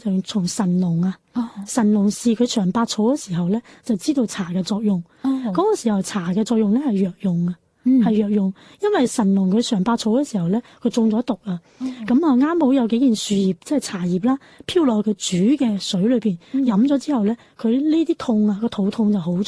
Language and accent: Cantonese; Guangzhou, Guangdong, China; 尤其系我哋广州人嘅饮早茶、饮下午茶、饮夜茶